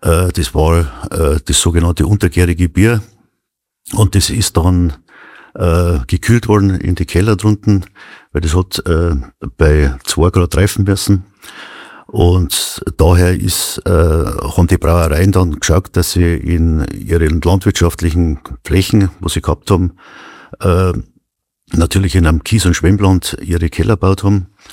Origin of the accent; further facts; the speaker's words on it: Murnau, Bavaria, Germany; ich stamme aus einer der letzten Schäffler-Familien in Murnau.